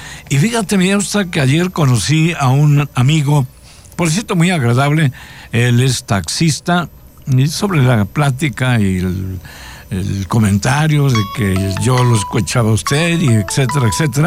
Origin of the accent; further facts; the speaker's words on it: Naolinco de Victoria, Veracruz, Mexico; moved away; de allá, de mi tierra, de Naolinco, de Victoria, Veracruz.